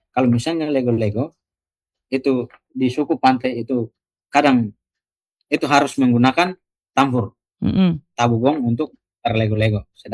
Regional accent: Mataru, East Nusa Tenggara, Indonesia; kami orang Mataro

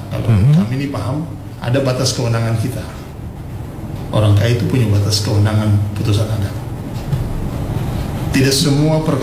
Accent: Maluku, Indonesia; kita sebagai orang Kei yang hidup di Kei saat ini, maupun dimanapun

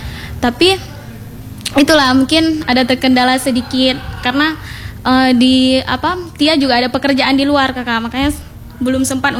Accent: Meulaboh, Aceh, Indonesia; Iya, emang asli orang sini.

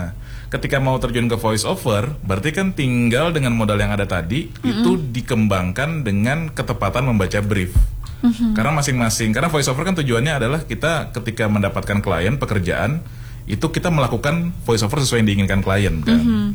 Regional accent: Indonesia; saya kan orang Bali Jawa ya

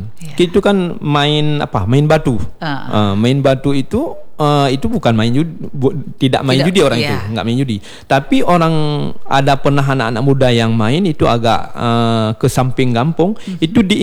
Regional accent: Bireuen, Aceh, Indonesia; moved away; Saya orang Birun, bukan asli orang sini ya.

